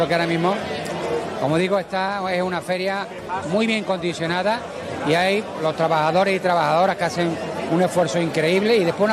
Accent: Córdoba, Andalusia, Spain; Los cordobeses tenemos nuestro sitio, nuestro desparpajo y nuestro arte

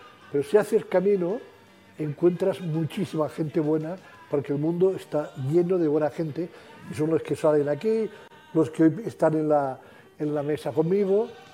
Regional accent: Coma-ruga, Catalonia, Spain; Yo soy de Comarruga

